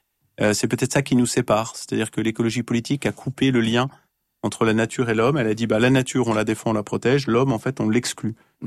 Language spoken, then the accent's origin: French; Auvergne-Rhône-Alpes, France; parce que on est aussi de la Savoie. Et donc, en Savoie, j'ai toujours abattu des arbres, les pins principalement.